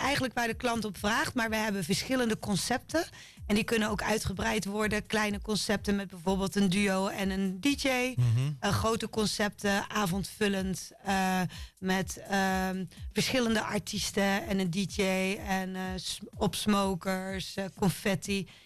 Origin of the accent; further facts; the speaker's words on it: Rotterdam, South Holland, Netherlands; born there; now in Dongen, Netherlands; Geboren in Rotterdam, de Tuindorp Vreewijk. En ja, alweer lang geleden voor de liefde hier naartoe gekomen. Tenminste naar Dongen.